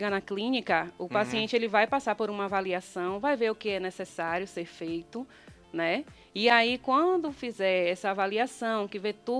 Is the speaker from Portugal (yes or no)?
no; Conceição do Jacuípe, Bahia, Brazil; Isso mesmo, eu sou filha da terra, eu sou daqui de Conceição de Jacuípe, nascida, criada, né? Mais precisamente na rua ali da Pendanga, que foi onde eu me criei ali.